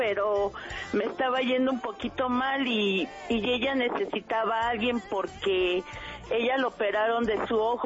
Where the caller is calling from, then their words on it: Tultepec, State of Mexico, Mexico; De aquí, del hermoso pueblo de Tultepec.